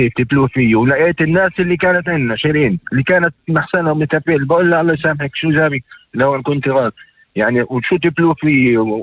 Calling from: Mazra'a, Northern District, Israel; أنا من المزرعة، … بس أنا من المزرعة.

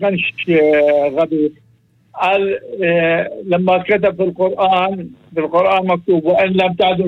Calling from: Haifa, Haifa District, Israel; بحكي معك واحد من حيفا

